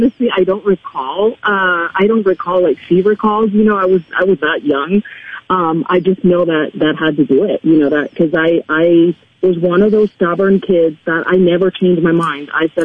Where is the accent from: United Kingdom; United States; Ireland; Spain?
Spain; Canary Islands; also born or lived in mainland Spain; I actually was born and raised in Spain. I had the fortune of being born in a beautiful area with lots of islands. It's called the Canary Islands.